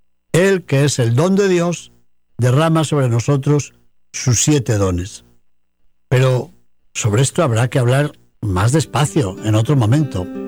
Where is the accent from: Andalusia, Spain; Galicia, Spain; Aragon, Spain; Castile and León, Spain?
Castile and León, Spain; León; en la parroquia de San Francisco de la Vega, en mi ciudad natal de León